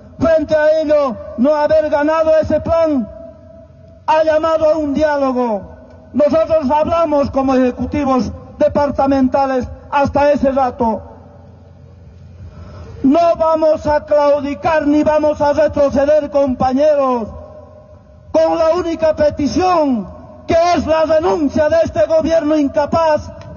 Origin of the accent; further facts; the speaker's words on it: Bolivia; estamos obligados a defender como bolivianos a nuestros derechos constitucionales